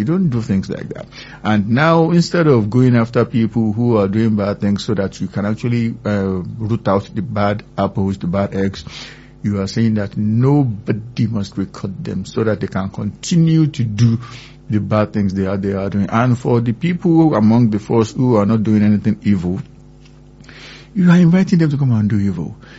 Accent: Nigeria; born there

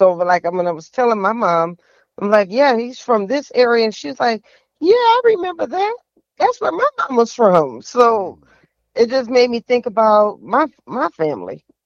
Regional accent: New Orleans, Louisiana, United States; grew up in the lower ninth ward.

